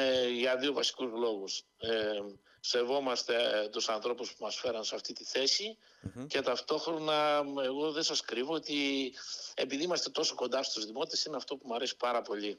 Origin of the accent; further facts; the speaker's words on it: Greece; ως Έλληνες εδώ που βρισκόμαστε